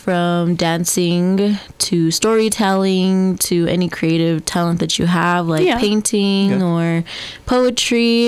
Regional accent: Colorado, United States; I am a full Ute woman. I am Southern Ute and Ute Mountain. I come from the Moach, Kaputa, and Weenooch bands.

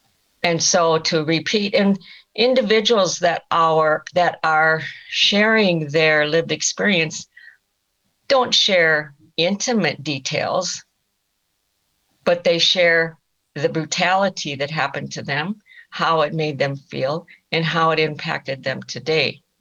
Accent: South Dakota, United States

